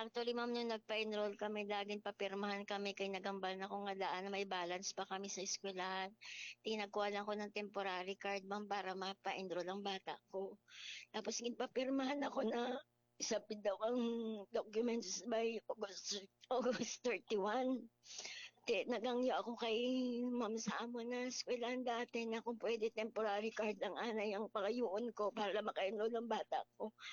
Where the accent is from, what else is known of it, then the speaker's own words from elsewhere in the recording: Manila, Metro Manila, Philippines; now in Iloilo, Philippines; Bali po, halin po kami sa Manila. Bali, nag-relocate kami di sa Iloilo 1991 pa. Pero hindi ko masyado makapagsalita ng diretsyo na ano, Ilonggo. Pero makaintindi gamay din.